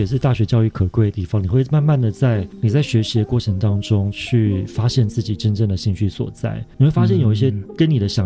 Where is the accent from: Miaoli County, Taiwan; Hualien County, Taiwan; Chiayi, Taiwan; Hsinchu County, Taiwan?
Hsinchu County, Taiwan; Xinpu; 也是很充满自信的去告诉大家我是新竹信不会的客家人